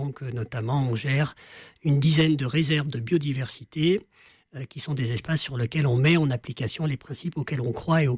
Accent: Auvergne-Rhône-Alpes, France; notamment chez nous en Isère, dans les secteurs de montagne.

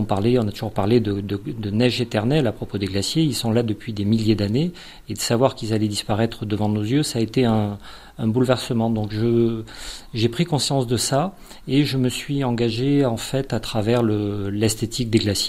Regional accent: Toulouse, Occitanie, France; J'ai grandi au pied des Pyrénées. Je suis toulousain

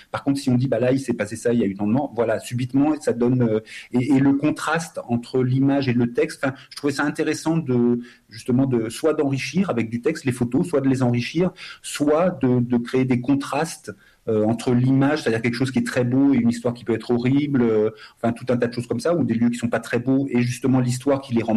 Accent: France; je suis né de parents étrangers, je suis ici, je suis français

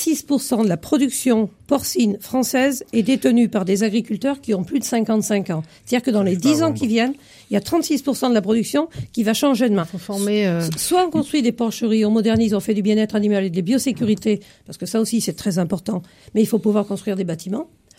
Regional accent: France; Parce qu'on est des Français qui consomment des jambons

